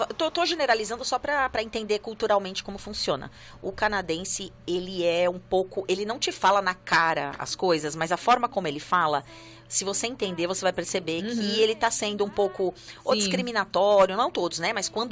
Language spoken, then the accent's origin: Portuguese; Brazil; Ah, eu sou brasileira.